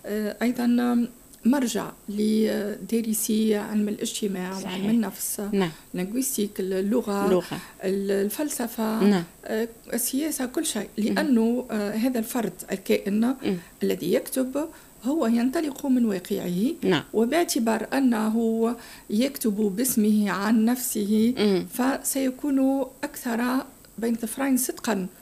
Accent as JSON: {"language": "Arabic", "country": "Tunisia", "said": "باعتباري تونسية"}